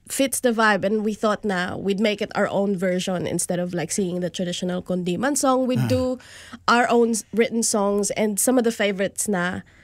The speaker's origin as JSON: {"language": "Tagalog", "town": "Makati", "region": "Metro Manila", "country": "Philippines", "tie": "born or raised there", "moved": "as an adult", "said": "Sa Makati po ako pinanganak."}